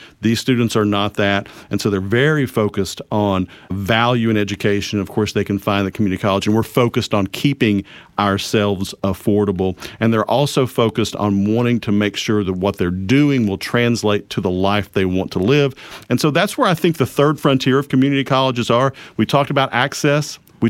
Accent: Tennessee, United States; moved away as an adult; also born or lived in Richlands, Virginia / Lebanon, Virginia; now in Pulaski County, Virginia, United States; worked my entire career in Appalachia, and so it feels like home. Grew up in Northeast Tennessee in the Tri-City area, worked for a number of years in Richlands and Lebanon, Virginia

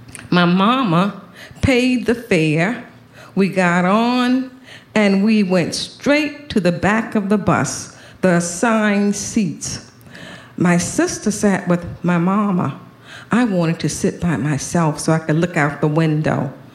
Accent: Savannah, Georgia, United States; I grew up in Savannah, Georgia, in the deep, deep South.

